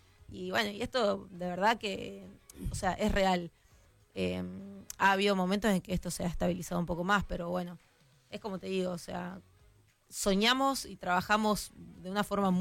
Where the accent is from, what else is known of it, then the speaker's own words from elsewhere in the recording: Argentina; Somos argentinos y creo que saca siempre un poco ese fuego interno